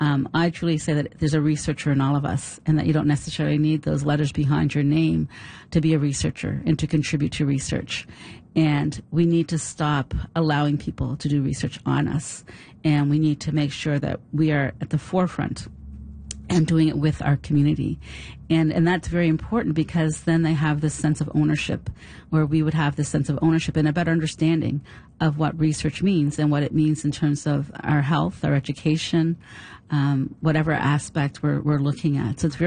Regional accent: Beechville, Nova Scotia, Canada; it's always very important for me to ground myself in my historical African Nova Scotian community. So I was born and raised in Beechville.

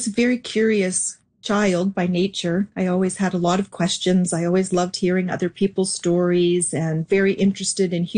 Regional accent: Kitchener, Ontario, Canada; born there; I was born in Kitchener, Ontario.

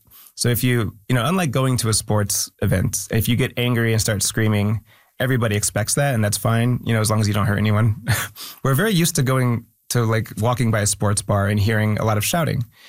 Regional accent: Philippines; Being Filipino, you're not quite grouped in with the other like East Asian diasporic peoples as being like very smart.

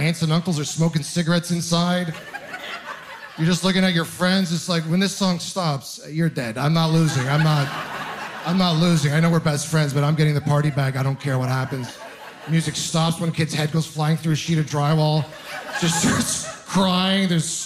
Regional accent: Ontario, Canada; I'm originally from Ontario.

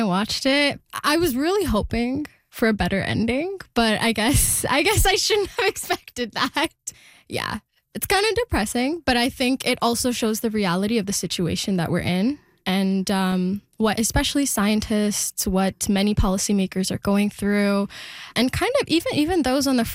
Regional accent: India; first language Telugu; English is a second language; So in Telugu media, which is, again, my native language, in Telugu media, they still put on plays.

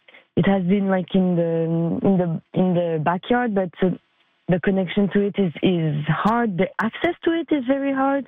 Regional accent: Montreal, Quebec, Canada; also born or lived in Brittany, France; I was born in Europe, but I grew up in Montreal. I came as a kid and I grew up in Quebec.

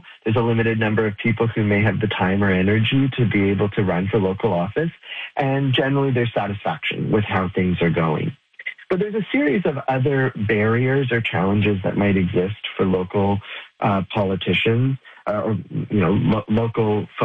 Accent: Goderich, Ontario, Canada; now in Ottawa, Canada; experience coming from Goderich, I now live in Ottawa, right? I didn't make my career and my life in my hometown. And that is true for many of the people I grew up around.

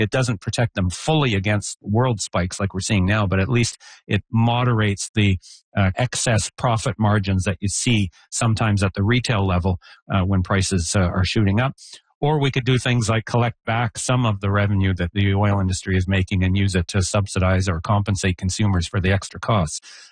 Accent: Alberta, Canada; I was born and raised in Alberta.

